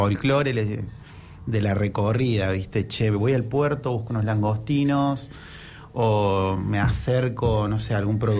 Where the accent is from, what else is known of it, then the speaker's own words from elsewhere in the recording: Córdoba, Argentina; moved away; yo que vengo de Córdoba nunca lo había visto un mar